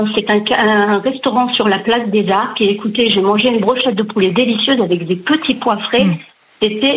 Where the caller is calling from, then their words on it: Provence-Alpes-Côte d'Azur, France; Je vous appelle des Alpes-Maritimes, pas loin de Grasse.